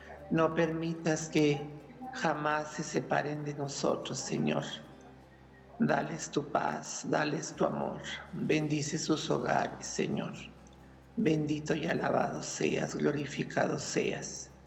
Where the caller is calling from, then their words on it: Santa Bárbara, Chihuahua, Mexico; de Santa Bárbara, Chihuahua.